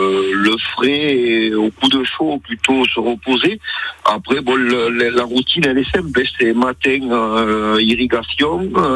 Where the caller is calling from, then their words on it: Cabanac-Séguenville, Occitanie, France; moi je l'appelle du canton de Cadour, plus précisément de Cabanac-Séquenvillers.